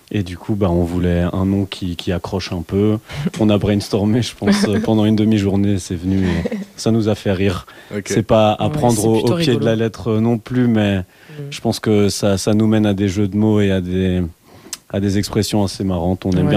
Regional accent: Brussels, Brussels-Capital Region, Belgium; je suis bruxellois, donc j'habite ici depuis longtemps.

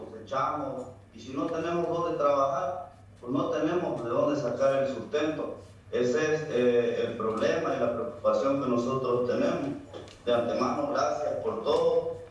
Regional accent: Paso del Águila, Mexico; yo también soy de aquí de Paso del Águila, soy un joven comunero

